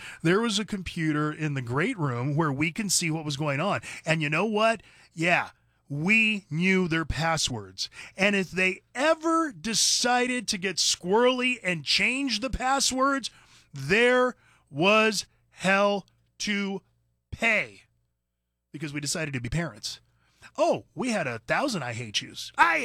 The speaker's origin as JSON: {"language": "English", "town": "Merced", "region": "California", "country": "United States", "tie": "born or raised there", "said": "I grew up in California. I grew up in a town called Merced, about 40 miles north of Fresno in the San Joaquin Valley, Central Valley."}